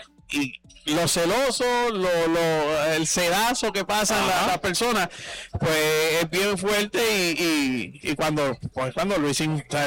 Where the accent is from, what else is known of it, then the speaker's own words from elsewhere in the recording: Comerío, Puerto Rico; yo soy natural de Comerío, pero he estado en Caguas, en Sidra